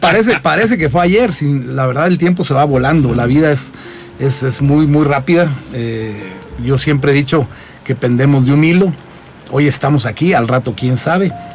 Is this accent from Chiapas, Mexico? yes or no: yes; San Cristóbal de las Casas, Chiapas, Mexico; also born or lived in Mexico City; yo aquí nací en San Cristóbal de las Casas. No, no es cierto. Yo nací en la Ciudad de México.